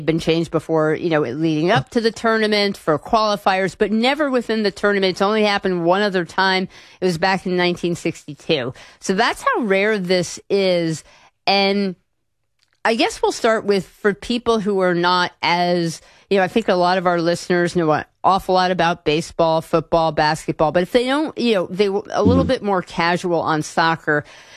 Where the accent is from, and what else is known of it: United States